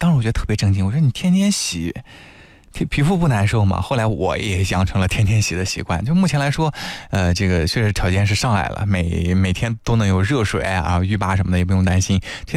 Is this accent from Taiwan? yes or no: no; China